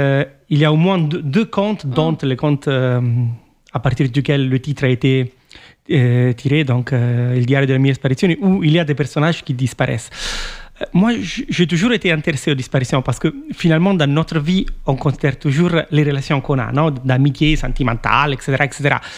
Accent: Italy; first language Italian; French is a second language; moved away as an adult; now in Montpellier, France; j'avais peur de parler dans ma langue maternelle, l'italienne. À l'époque, j'étais très timide en italien

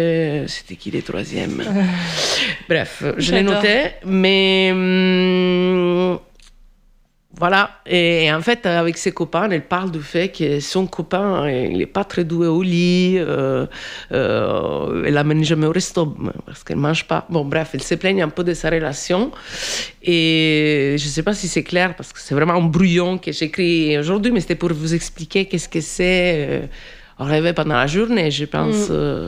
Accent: Sicily, Italy; now in France; Ben, en fait, moi, je suis née en Sicile, d'une famille pas riche du tout.

